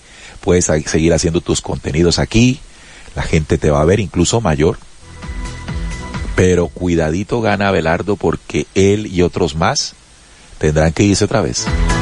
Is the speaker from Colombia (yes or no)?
yes; Colombia